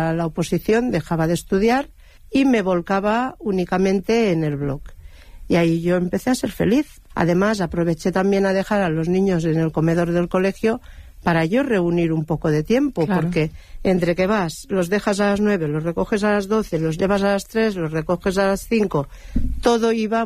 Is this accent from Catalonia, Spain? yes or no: yes; Lleida, Catalonia, Spain; Y yo, que es, yo soy de Lleida, entonces el día que hay un nubarrón ya estamos preparando las bolsas y las botas para ir a por caracoles.